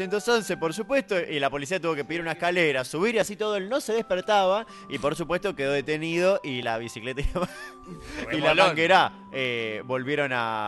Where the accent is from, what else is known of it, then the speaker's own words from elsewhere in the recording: Chaco, Argentina; mi tierra, Chaco.